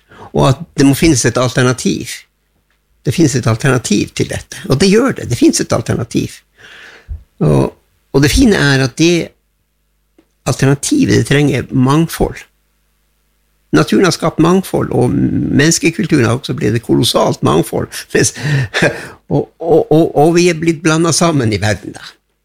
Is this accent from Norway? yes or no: yes; Gratangen, Troms, Norway; Swedish is a second language; jag är en enkel same från Grattangen i Troms